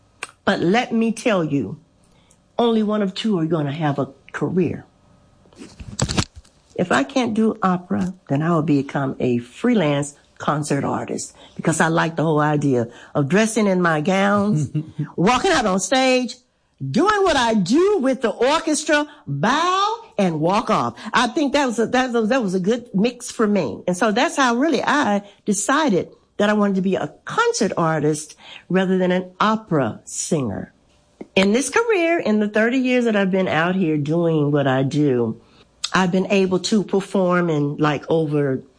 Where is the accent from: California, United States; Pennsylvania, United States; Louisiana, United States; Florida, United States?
Louisiana, United States; also born or lived in Texas; I was raised in Louisiana, but all of my accolades, everything, all of my, you know, the things that really mattered actually was in Texas.